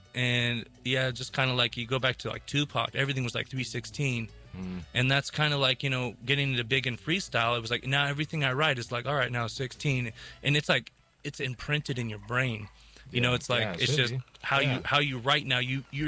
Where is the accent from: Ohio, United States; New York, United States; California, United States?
California, United States; Somis; now in Ventura County, United States; Yeah, just from 805. Mm-hmm. Grew up in Somas, and now I'm just in Ventura County. Mm-hmm. Just always around these parts